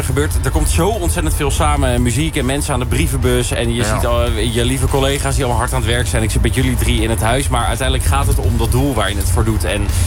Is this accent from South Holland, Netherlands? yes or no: no; North Brabant, Netherlands; Kijk, ik ben natuurlijk als Brabander sowieso trots op Den Bosch dat het hier zo gezellig en druk is.